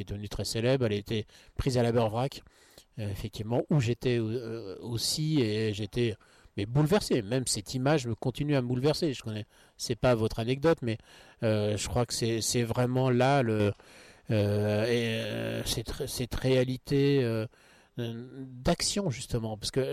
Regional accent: Brittany, France; D'abord, je suis breton, et l'été d'avant, j'avais navigué en Bretagne Nord

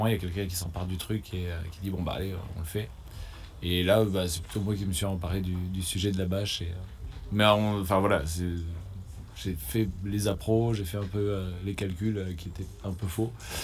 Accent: Anner, France; moved away as an adult; j'ai grandi à Anner et je suis parti quand j'avais 18-20 ans, j'ai pas mal bougé.

